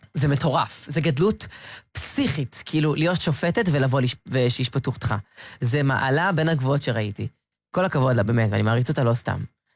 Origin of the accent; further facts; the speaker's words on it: Ramat Gan, Tel Aviv District, Israel; אנחנו גם מרמת גן, אנחנו לא גדולים בחיפה.